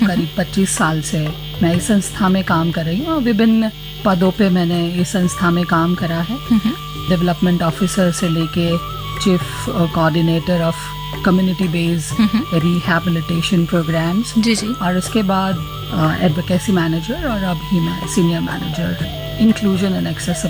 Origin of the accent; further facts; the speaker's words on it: Gujarat, India; also born or lived in Dahod; मेरी कर्म भूमि अहमदाबाद है, मैं गुजरात से हूँ और मेरी जन्म भूमि दाहोद है। मेरा जन्म दाहोद में हुआ और उसके बाद मेरे पापा की ट्रांसफरेबल जॉब थी तो हमेशा दाहोद से बाहर रहे।